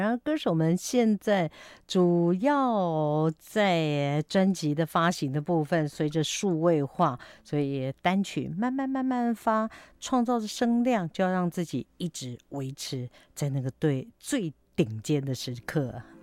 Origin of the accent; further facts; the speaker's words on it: Taiwan; 有的人形容说有点类似台湾小吃里头我们常说的甜不辣，